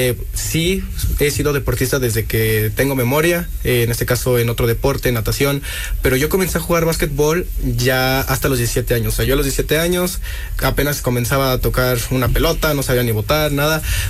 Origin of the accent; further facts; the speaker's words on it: Huejotzingo, Puebla, Mexico; Yo soy de Huejotzingo, Puebla